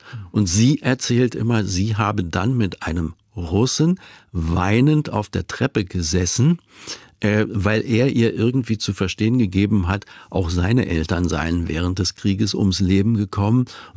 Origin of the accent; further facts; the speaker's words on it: Berlin, Germany; Ich selber bin als Kind in Berlin-Steglitz aufgewachsen und das ist eine ganz eigene Geschichte.